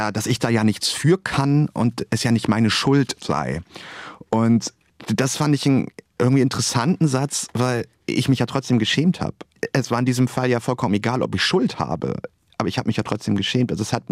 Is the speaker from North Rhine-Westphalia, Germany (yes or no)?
no; Bremerhaven, Bremen, Germany; moved away; Ich bin in Bremerhaven aufgewachsen. Ich habe da 20 Jahre meines Lebens gewohnt, an mehreren Orten dort.